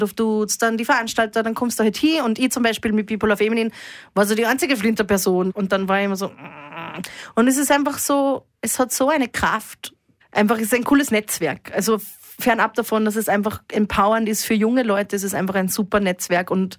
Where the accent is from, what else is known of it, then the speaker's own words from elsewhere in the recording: Upper Austria, Austria; ich komme aus Oberösterreich